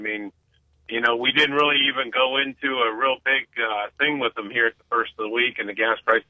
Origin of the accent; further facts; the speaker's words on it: Slippery Rock, Pennsylvania, United States; when I was a kid, I grew up in Pennsylvania